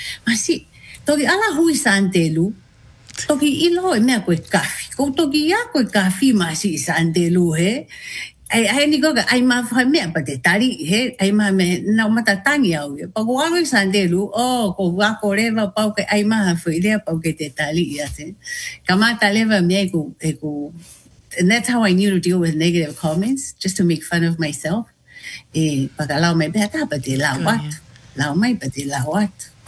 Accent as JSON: {"language": "English", "country": "Tonga", "said": "I always love to share with my soldiers like oh I'm from Tonga"}